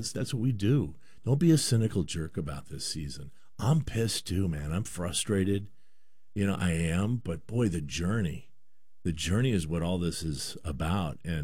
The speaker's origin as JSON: {"language": "English", "town": "Bellingham", "region": "Washington", "country": "United States", "tie": "born or raised there", "said": "because back when I was a kid here in town, I grew up in Bellingham."}